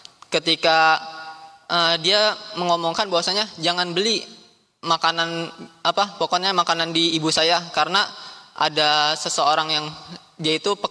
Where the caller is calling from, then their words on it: Bekasi, West Java, Indonesia; Bismillah, saya dari Sukma Wijaya Kusuma dari Bekasi